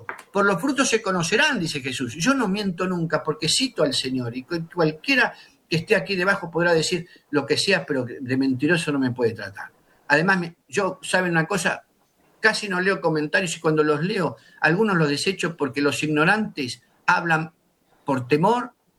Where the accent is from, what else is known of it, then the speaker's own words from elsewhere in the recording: Argentina; yo que vengo de la Argentina